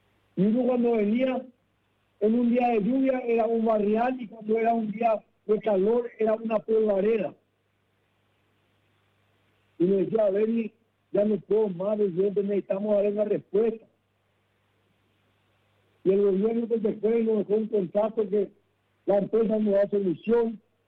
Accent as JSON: {"language": "Spanish", "country": "Paraguay", "said": "Mi querida Joaquina, como paraguayo, decirle al pueblo de Arenú que tanto ha sufrido"}